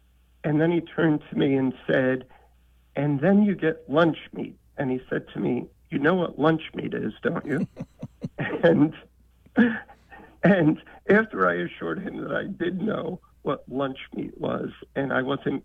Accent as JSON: {"language": "English", "town": "Queens", "region": "New York", "country": "United States", "tie": "born or raised there", "lives_now": "Irvington, United States", "said": "Right, but I grew up in Queens, in Astoria."}